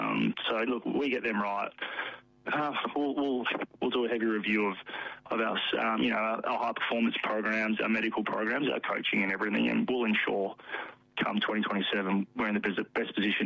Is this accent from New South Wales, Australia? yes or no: no; Melbourne, Victoria, Australia; Phil and Andrew are aware I'm from Melbourne